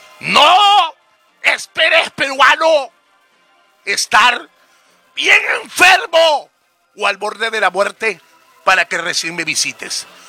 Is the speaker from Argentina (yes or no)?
no; Veracruz, Mexico; now in Peru; mi estado de Veracruz, que es capital del curanderismo mexicano, nosotros los mexicanos